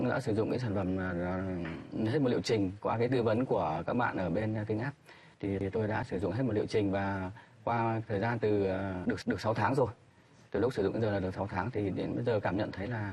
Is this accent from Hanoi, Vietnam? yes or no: yes; Hanoi, Vietnam; Tôi đến từ Hà Nội.